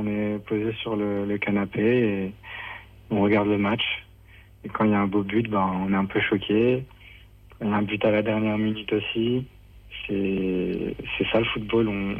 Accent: France; on est français aussi.

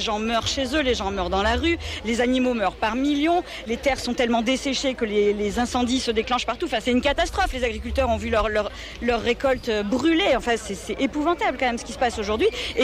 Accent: Toulouse, Occitanie, France; je viens de Toulouse

